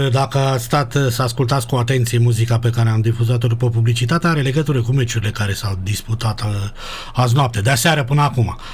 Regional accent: Romania

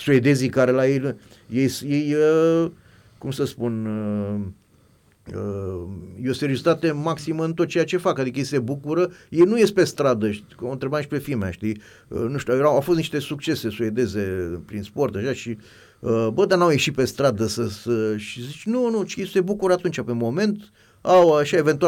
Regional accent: Romania; Noi suntem români, da, așa este.

